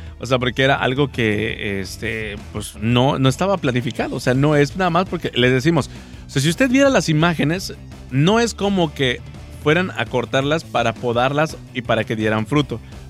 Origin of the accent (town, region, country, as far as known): Mexico